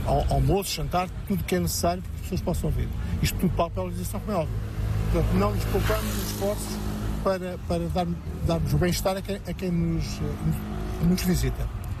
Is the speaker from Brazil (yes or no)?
no; Murtosa, Centro, Portugal; now in Aveiro, Portugal; E tem que ser na Mortosa, porque é a minha terra-mãe, é a terra que eu amo, é a terra onde eu nasci, embora não viva lá, é a terra onde eu nasci